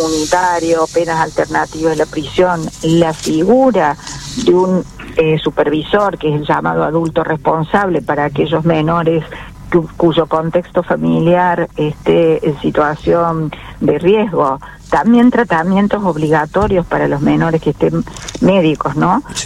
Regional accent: Córdoba, Argentina; yo por ejemplo soy cordobesa

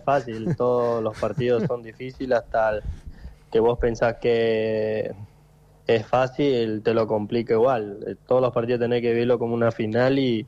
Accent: San Miguel de Tucumán, Tucumán, Argentina; also born or lived in Puerto San Julián; now in Comodoro Rivadavia, Argentina; Yo soy de Tucumán, capital San Miguel, me vine acá a Puerto San Julián por el trabajo de mi papá, y nada, me quedé ahí 4 años, 5

